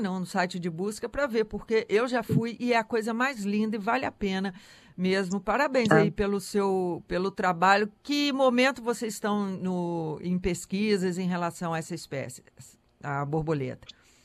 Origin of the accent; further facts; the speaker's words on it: São João Nepomuceno, Minas Gerais, Brazil; moved away; Eu sou de São João Nepomuceno, que é da Zona da Mata, sim, ali perto de Juiz de Fora, né?